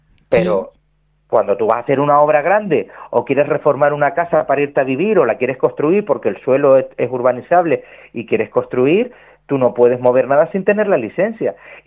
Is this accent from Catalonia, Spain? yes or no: no; Canary Islands, Spain; con el desfase total que tenemos en Canarias